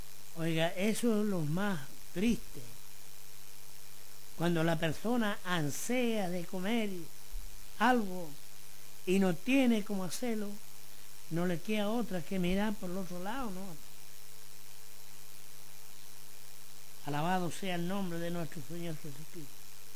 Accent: Chile; como decimos nosotros como chilenos

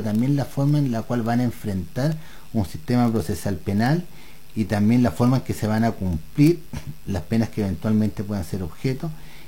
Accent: Chile; fiestas muy importantes que nos enorgullecen como chilenos, pero también tenemos que tener responsabilidad al momento de celebrar.

